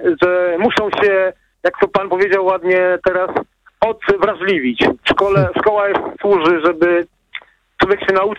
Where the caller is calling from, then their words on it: Gdańsk, Pomeranian Voivodeship, Poland; Dobry wieczór, dzwonię z Gdańska, z Kaszub.